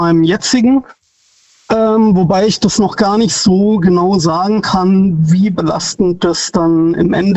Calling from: Neuffen, Baden-Württemberg, Germany; ich komme aus Neuffen. Ich weiß nicht, ob das dir was sagt.

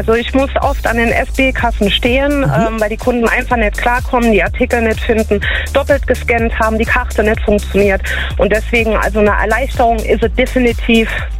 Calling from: Trier, Rhineland-Palatinate, Germany; Hallo, guten Morgen … aus Trier.

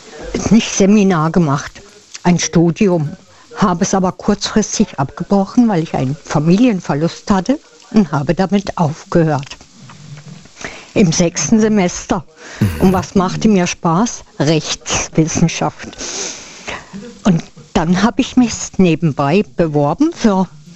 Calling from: Baden-Württemberg, Germany; Ich bin auch aus Baden-Württemberg. Aber Ecke? Ich bin Ecke weiter unten

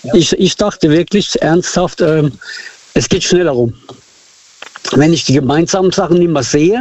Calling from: Baden-Württemberg, Germany; Ich komme aus dem Raum Heidelberg.

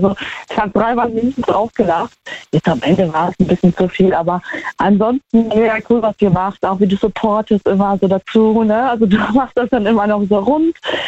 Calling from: Trier, Rhineland-Palatinate, Germany

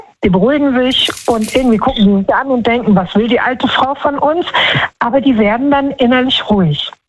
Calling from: Düsseldorf, North Rhine-Westphalia, Germany; Hallo, aus NRW.

